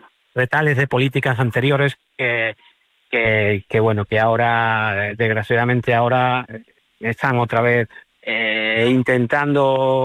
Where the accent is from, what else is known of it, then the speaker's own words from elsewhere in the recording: Ceuta, Spain; una ciudad como Ceuta, que es una ciudad donde nos hemos criado los que somos ceutíes